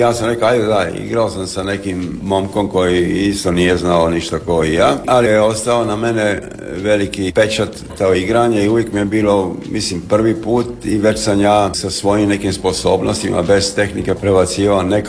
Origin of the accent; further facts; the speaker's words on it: Dalmatia, Croatia; Ja sam kao Dalmatinac bio možda malo i drukčiji